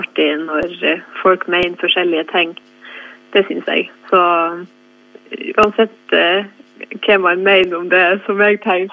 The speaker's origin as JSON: {"language": "Norwegian", "town": "Korgen", "region": "Nordland", "country": "Norway", "lives_now": "Oslo, Norway", "said": "Ja, jeg er jo ifra Korgen."}